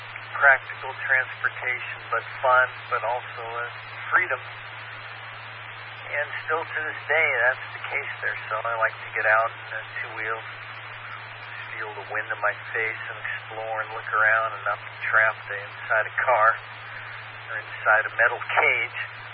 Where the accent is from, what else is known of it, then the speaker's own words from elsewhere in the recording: Los Angeles, California, United States; now in Garden Grove, United States; as a wee lad that growing up out there in the San Fernando Valley